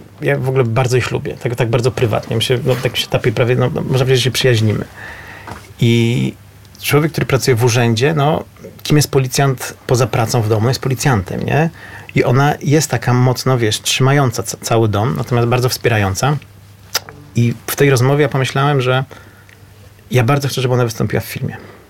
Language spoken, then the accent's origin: Polish; Warsaw, Masovian Voivodeship, Poland; bo ja w ogóle się cieszyłem bardzo, że Łukasz jest z Warszawy, bo jestem z Warszawy.